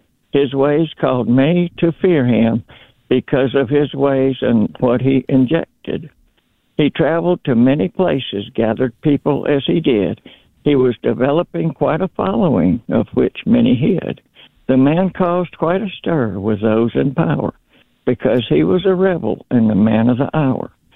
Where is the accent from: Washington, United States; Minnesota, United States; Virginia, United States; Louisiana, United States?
Louisiana, United States; New Orleans; also born or lived in Mississippi; now in Tennessee, United States; I grew up in New Orleans, but then lived in Mississippi for a good while. Anyway, I'm up in Tennessee.